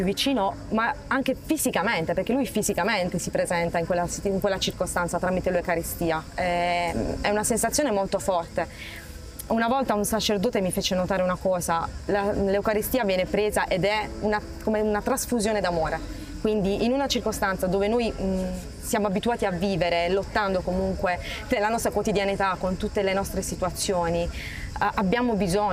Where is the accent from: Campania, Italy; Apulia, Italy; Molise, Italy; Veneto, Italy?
Apulia, Italy; Bari; vengo da Bari, dall'Italia.